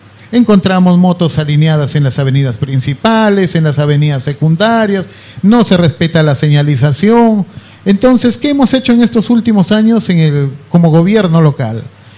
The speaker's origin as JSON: {"language": "Spanish", "region": "La Libertad", "country": "Peru", "tie": "born or raised there", "lives_now": "Otuzco, Peru", "said": "soy natural de Lapra"}